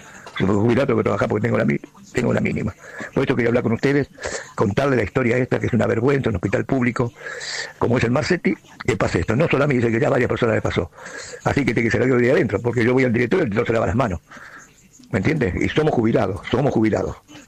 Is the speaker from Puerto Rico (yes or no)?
no; Cañuelas, Buenos Aires Province, Argentina; Cañuela, yo soy de Cañuela